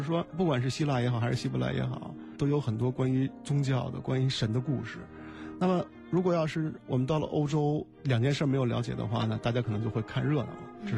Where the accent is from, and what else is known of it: China